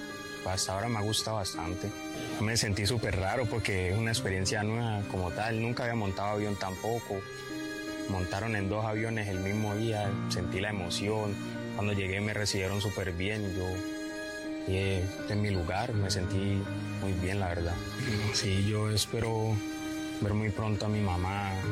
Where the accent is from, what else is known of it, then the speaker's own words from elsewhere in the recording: Palmira, Valle del Cauca, Colombia; moved away; Yo soy de Palmira Valle, mi mamá y mi papá también son de Palmira.